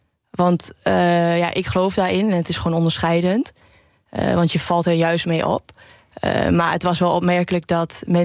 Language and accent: Dutch; Overijssel, Netherlands; Ik kom uit Twente, dicht bij de grens.